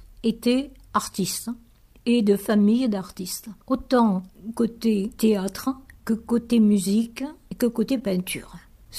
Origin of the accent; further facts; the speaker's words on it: Foix, Occitanie, France; now in Montlaur, France; Alors moi, je suis née à Foix, au pied du château. J'ai passé toute mon enfance au pied de ce château et dans le château.